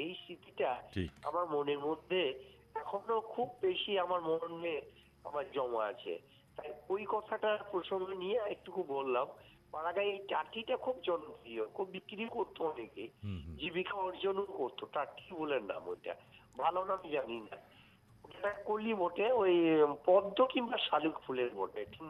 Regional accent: West Bengal, India; born there; আমি পশ্চিমবঙ্গের বীরভূম থেকে

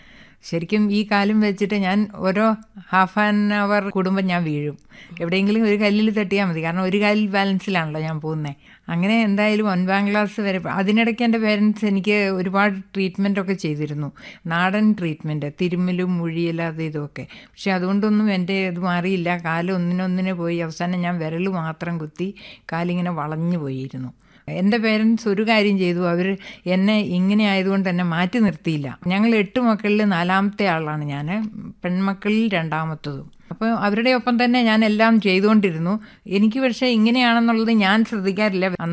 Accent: Kozhichal, Kerala, India; ഞാൻ ജനിച്ചതൊക്കെ പയ്യന്നൂരിനടുത്ത്, പയ്യന്നൂരിൽ നിന്ന് 43 കിലോമീറ്റർ കിഴക്കോട്ട് പോയി കോഴിച്ചാൽ എന്ന് പറയും, അങ്ങനത്തെ ഒരു സ്ഥലത്താണ് എന്ന് പറഞ്ഞാൽ ശരിക്കും റിമോട്ട്. പിന്നെ എനിക്കിപ്പോൾ 67 വയസ്സായി.

